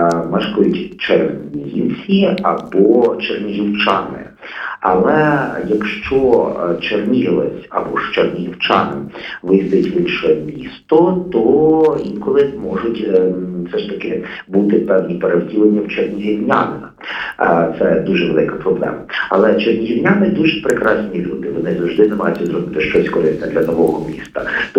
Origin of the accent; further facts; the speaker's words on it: Chernihiv, Chernihiv Oblast, Ukraine; born or raised there